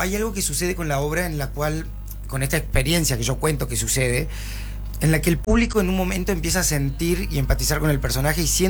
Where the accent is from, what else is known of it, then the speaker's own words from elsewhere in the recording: Córdoba, Argentina; now in Buenos Aires, Argentina; yo estoy viviendo en Buenos Aires hace 16 años, soy un actor cordobés